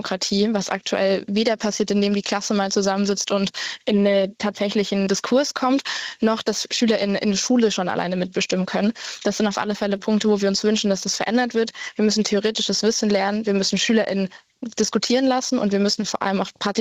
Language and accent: German; Saxony, Germany; Das kenne ich aus meinem Heimatbundesland Sachsen sehr gut.